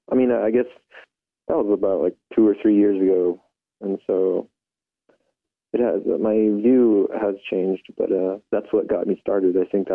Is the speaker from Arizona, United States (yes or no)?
yes; Window Rock, Arizona, United States; I grew up in Window Rock, Arizona, and I'm just kind of hanging out.